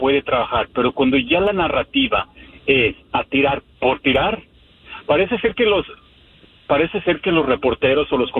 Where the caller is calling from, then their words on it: Los Angeles, California, United States; De aquí de Los Ángeles.